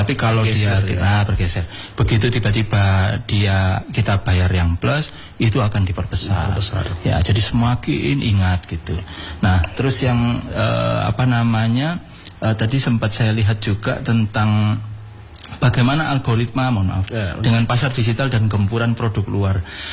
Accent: Malang, East Java, Indonesia; now in Tarakan, Indonesia; saya orang Malang.

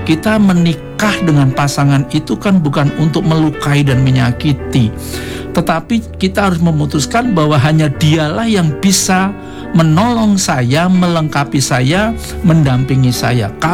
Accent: Java, Indonesia; Seperti saya dengan Ibu Oli, saya Jawa, Ibu Oli itu orang Ambon, itu pola seleranya makan sudah berbeda sekali.

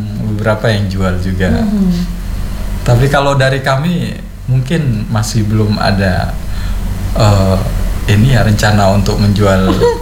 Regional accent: Bondowoso, East Java, Indonesia; moved away as an adult; now in Kupang, Indonesia

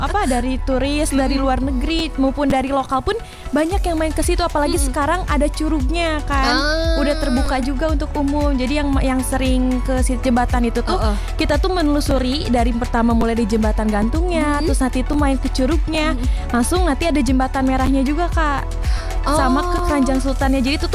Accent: Sukabumi, West Java, Indonesia; di daerah aku, khususnya di Sukabumi

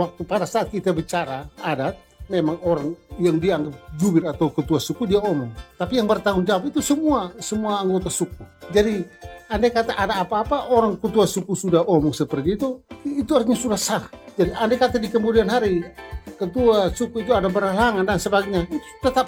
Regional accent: Belu, East Nusa Tenggara, Indonesia; kami orang Tetun, khususnya orang Lidak, Belu di bagian Lidak

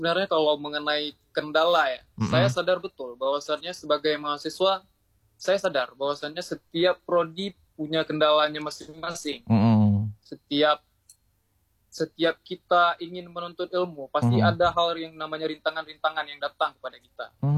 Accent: Banda Aceh, Aceh, Indonesia; Saya sendiri lahir dan besar di Banda Aceh, namun di satu tahun kebelakang saya pindah bersama dengan orang tua ke Kabupaten Aceh Singkil ya.

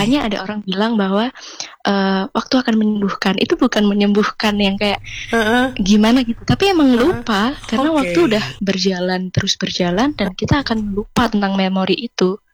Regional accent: Madiun, East Java, Indonesia; born or raised there; moved away as an adult; now in Malang, Indonesia

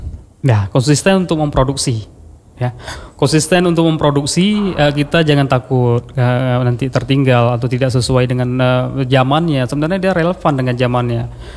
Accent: Aceh, Indonesia; Masa rumah saya enggak, saya orang Aceh, masa rumah saya enggak mirip orang Aceh gitu ya.

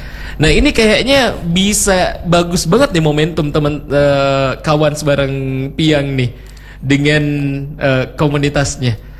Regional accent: South Sulawesi, Indonesia; Masih luwu juga, jadi masih sola lah kita ya.

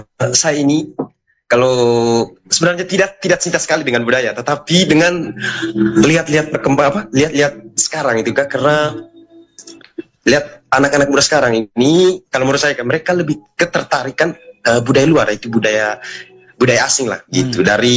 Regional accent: Ruteng, East Nusa Tenggara, Indonesia; Saya dari Manggarai, tempatnya di Ruteng.

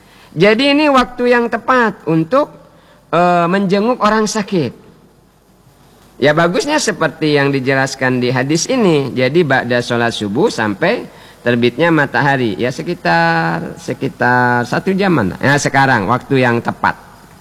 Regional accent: Bangka Belitung Islands, Indonesia; kata kita orang Bangka

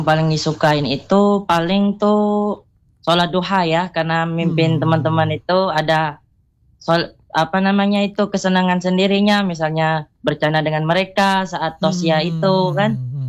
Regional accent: Toboali, Bangka Belitung Islands, Indonesia; Jadi aktif aku di kampung aku tuh jadi muazin di masjid itu. Di mana kampungnya? Di Toboali, Kampung Teladan.

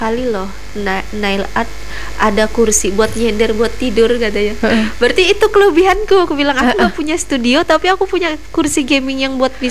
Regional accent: Seruyan, Central Kalimantan, Indonesia

